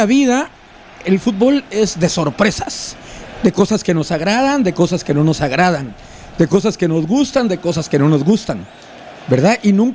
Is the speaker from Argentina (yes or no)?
no; Mazatenango, Suchitepéquez, Guatemala; born there; yo de niño estaba estudiando básico en Mazatenango